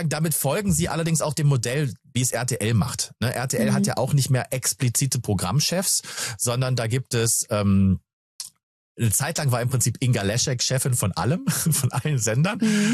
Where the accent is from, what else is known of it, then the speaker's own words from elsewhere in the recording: France; German is a second language; Ich habe eine französische Vorname. Und bei uns in Frankreich sagt man Paddel.